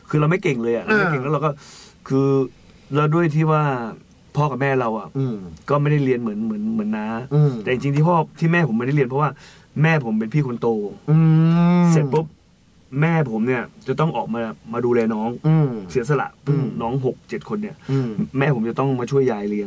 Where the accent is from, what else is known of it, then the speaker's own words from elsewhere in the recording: Saraburi, Thailand; also born or lived in Isan; now in Lopburi, Thailand; เป็นคนสระบุรีบ้านเกิดอยู่สระบุรีนะครับแล้วก็แต่ตอนนี้ย้ายไปอยู่ที่ลพบุรีแล้วครับผ